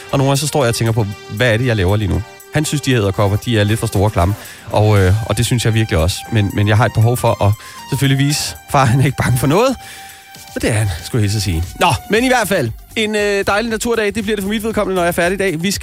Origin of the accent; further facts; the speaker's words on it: Region of Southern Denmark, Denmark; also born or lived in Copenhagen; Ja, vi flyttede dertil fra København, da jeg var cirka 5 år, og så boede jeg ellers dernede.